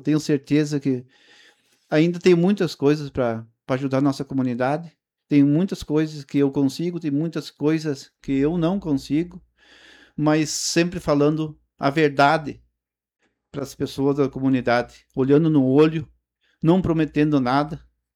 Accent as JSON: {"language": "Portuguese", "town": "Rodeio Bonito", "region": "Rio Grande do Sul", "country": "Brazil", "tie": "born or raised there", "moved": "yes", "lives_now": "Santa Bárbara do Sul, Brazil", "said": "Eu sou natural de Rodeio Bonito. Cheguei aqui em Santa Bárbara em 98."}